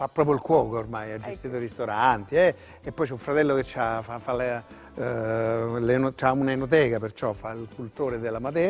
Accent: Rome, Lazio, Italy; da tante generazioni, da parte di madre sì, papà era d'origine lucana, perciò. Però insomma io dico sempre che sono un romano di Roma, perché sono nato a Roma

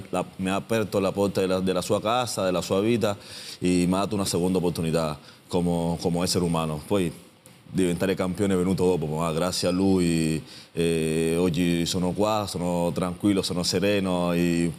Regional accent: Cuba; Italian is a second language; now in Italy; Una volta che ho avuto l'opportunità di lasciare il mio paese natale e arrivare qui in Italia

